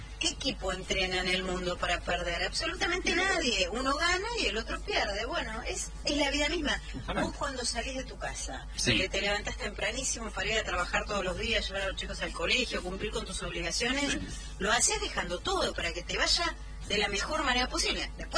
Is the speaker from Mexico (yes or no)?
no; Argentina; Somos argentinos, somos así, somos esto, y tenemos tantas cosas hermosas